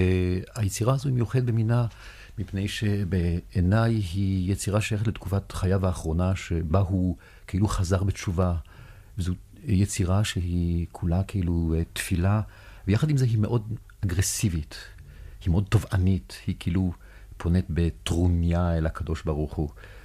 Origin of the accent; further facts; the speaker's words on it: Ramat Gan, Tel Aviv District, Israel; ובבית שלנו ברמת גן בילדותי בשנות ה-30